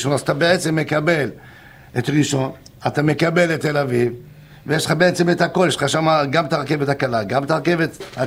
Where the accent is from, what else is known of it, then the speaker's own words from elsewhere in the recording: the south, Israel; אני תמיד קורא להן דירות דרומיות, אצלנו בדרום הדירות הן גדולות, רחבות